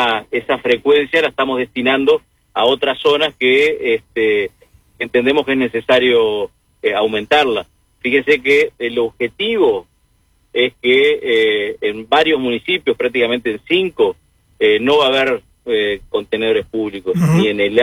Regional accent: Canelones, Uruguay; yo que vengo de Canelones, alguna localidad grande de Canelones

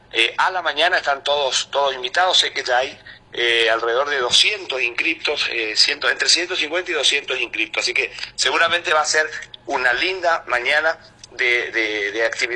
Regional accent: Margarita Belén, Chaco, Argentina; todos somos hijos de Margarita Belén, todos hacemos Margarita Belén

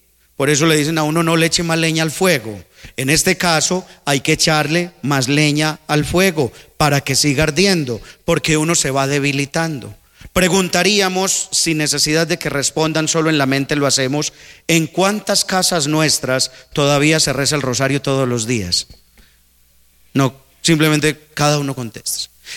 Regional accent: Liborina, Antioquia, Colombia; moved away; Yo soy de Liborina.

